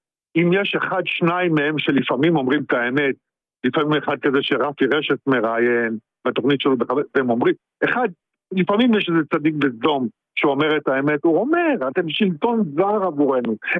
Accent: Haifa, Haifa District, Israel; אני גם יליד קריית אליעזר בחיפה והכל בסדר.

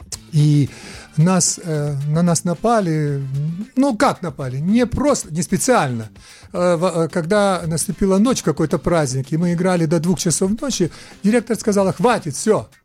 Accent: Donetsk, Donetsk Oblast, Ukraine; moved away as an adult; Я родился в Донецке

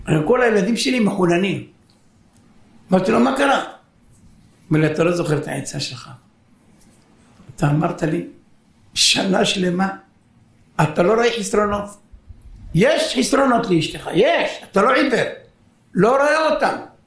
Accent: Haifa, Haifa District, Israel; אני בא להורים שלי גרו בחיפה. אני בא מחיפה.

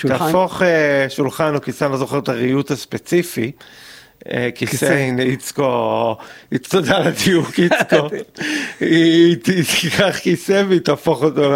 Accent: Central Israel, Israel; אני גדלתי במרכז.

